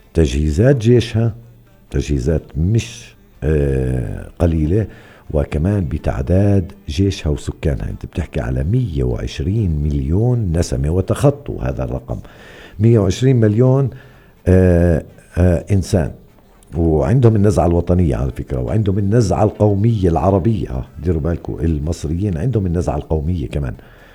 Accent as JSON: {"language": "Arabic", "country": "Palestine", "said": "طبعا احنا كفلسطينيين"}